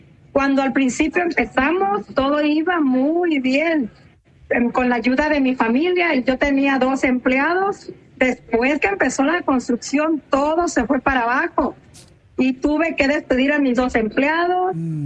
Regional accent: Nayarit, Mexico; moved away as an adult; now in United States; Yo soy de Nayarit.

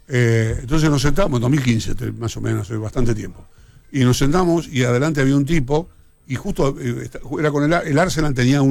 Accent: Argentina; le explicamos que no, que somos argentinos, venimos a ver a Kun Agüero.

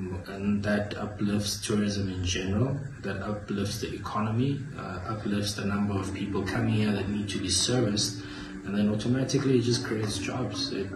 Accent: South Africa; moved away as an adult; why do you speak like this? Where are you from? Oh, South Africa

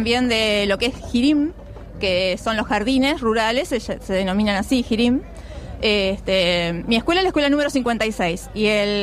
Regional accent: Urdampilleta, Buenos Aires Province, Argentina; now in Miramar, Bolívar, Argentina; yo soy oriunda de Urdampilleta, un pueblo que está a 50 kilómetros de Bolívar.

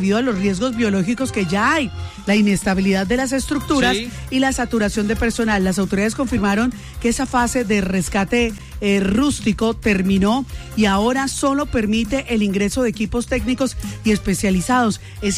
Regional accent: Colombia; así somos los colombianos.

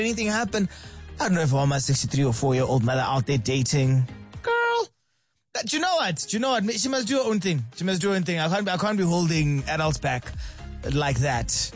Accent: Bethlehem, Free State, South Africa; I grew up in Bethlehem.

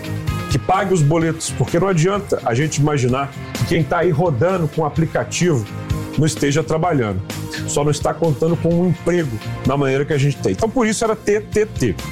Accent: Belo Horizonte, Minas Gerais, Brazil; Eu sou belo-horizontino.

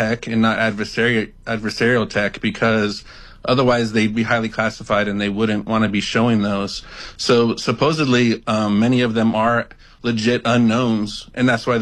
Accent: Tucson, Arizona, United States; I grew up in Tucson, actually.

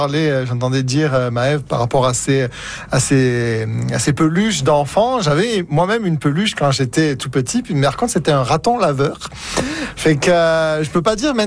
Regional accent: France; Mais ouais, en tant que Français, je pense que on a une vision un peu romantique du raton laveur

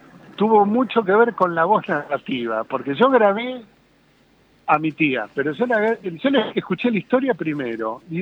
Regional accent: Argentina; born there; Yo nací, mi mamá nació en Argentina, y los padres que sí venían, mi abuelo paterno era lituano

